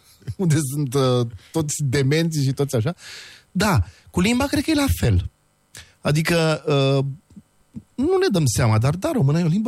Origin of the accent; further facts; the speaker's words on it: Brașov, Brașov County, Romania; Eu sunt din Brașov, zic sigur.